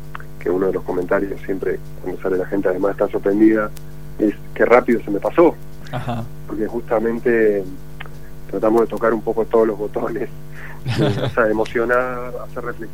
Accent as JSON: {"language": "Spanish", "region": "Buenos Aires", "country": "Argentina", "tie": "born there", "moved": "yes", "lives_now": "Córdoba, Argentina", "said": "Porque yo soy de Buenos Aires, nacido, ahora vivo en Córdoba, pero escuchaba folclore como se escucha folclore en Buenos Aires"}